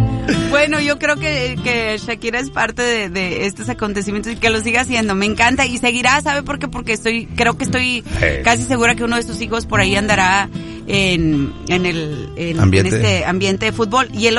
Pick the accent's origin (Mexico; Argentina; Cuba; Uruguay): Mexico; nos afectó como mexicanos